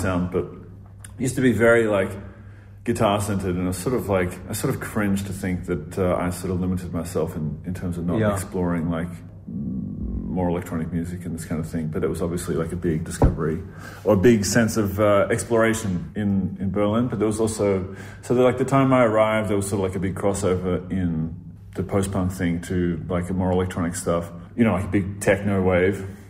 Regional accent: Melbourne, Victoria, Australia; I think I was very stuck in guitar music because I'm from Melbourne, Australia.

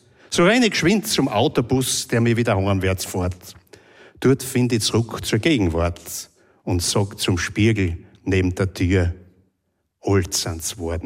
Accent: St. Johann am Tauern, Styria, Austria; St. Johann am Tauern, weil dort bin ich aufgewachsen und in die Volksschule gegangen. Mit 14 Jahren dann nach Steins übersiedelt und jetzt habe ich 57 Jahre Weststeirisch gelernt

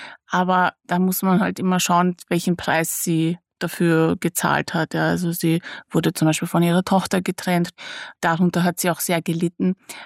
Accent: Bosnia & Herzegovina; meine Eltern immer versucht haben, mir meine Heimat so durch Geschichte näher zu bringen. Nicht nur durch Kriege, sondern eben auch Geschichte, die noch viel älter ist, bosnisches Mittelalter, Könige und Königinnen

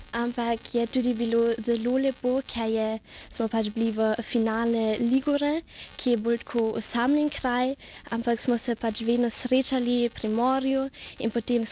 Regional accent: Eisenkappel, Carinthia, Austria; Jaz sem itak iz Koroške, iz Železne Kaple.

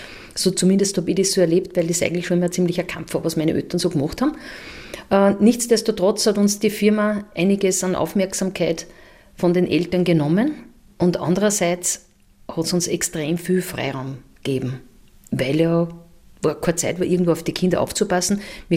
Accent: Upper Austria, Austria; in diesem Umfeld bin ich irgendwo groß geworden, die Nachbarn waren alle Landwirte. Also ich bin auch mitten in der Natur aufgewachsen mit Kühe, Schweinerl.

